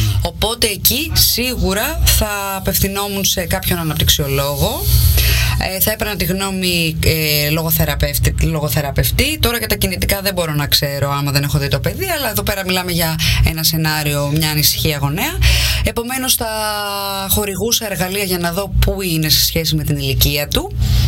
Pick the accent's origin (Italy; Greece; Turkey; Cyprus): Italy; Δηλαδή, εγώ είμαι Ιταλίδα και ο Στέργιος είναι από την Ελλάδα και έχουμε ένα παιδί, του μιλάμε και τις δύο γλώσσες.